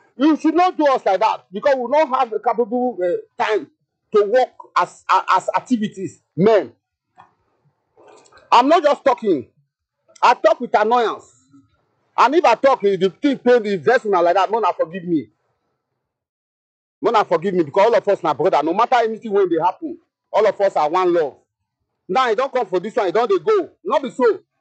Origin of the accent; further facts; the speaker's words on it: Kaduna, Kaduna State, Nigeria; I'm a full Nigerian, I'm a full born of Nigeria. My father is a soldier. I grew up in the barrack, Kaduna barrack, I was born in Kaduna.